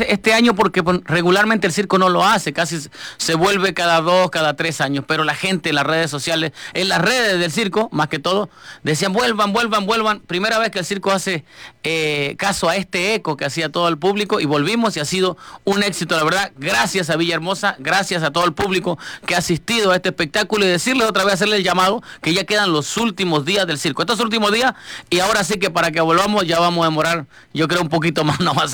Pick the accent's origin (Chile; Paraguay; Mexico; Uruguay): Chile; moved away; yo soy de Chile